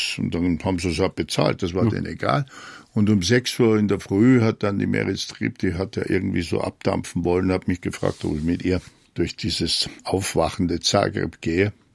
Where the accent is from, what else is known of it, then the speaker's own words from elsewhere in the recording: Germany; Und wenn ich als Deutscher mit diesem Akzent da komme, dann was soll man da machen?